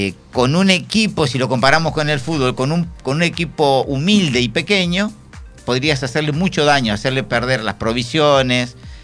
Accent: Argentina

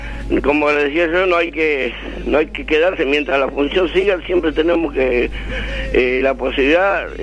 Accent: Marcos Paz, Buenos Aires Province, Argentina; Nací en Marcos Paz y vivo, y aquí siempre he de vivir. Y perdónenme al insistir, aunque a alguno le incomode, soy de Marcos Paz y pobre

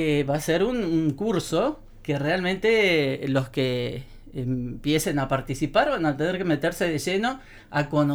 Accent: Viale, Entre Ríos, Argentina; Soy de Viale

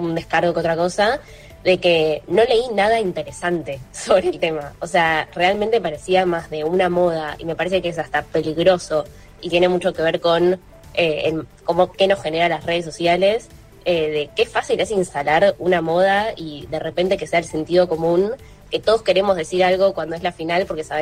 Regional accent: Argentina

